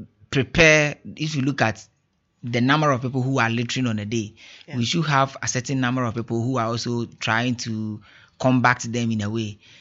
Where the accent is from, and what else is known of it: Ghana